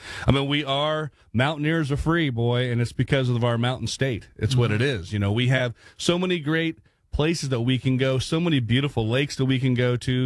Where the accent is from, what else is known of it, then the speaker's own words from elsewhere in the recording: Sacramento, California, United States; I'm from California, from the Northern California area, which is very similar to West Virginia with the mountains and things of that nature. I was a Sacramento guy, grew up near Lake Tahoe